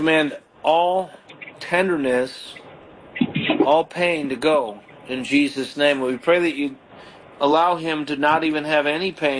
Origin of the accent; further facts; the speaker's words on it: Palatine, Illinois, United States; also born or lived in Indiana; Like, I used to live in the Midwest. I'm from Palatine.